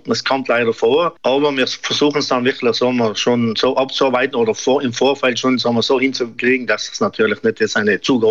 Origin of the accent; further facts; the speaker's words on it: Trentino-Alto Adige, Italy; Zum Glück bei uns in Südtirol, also in einem geringeren Ausmaß.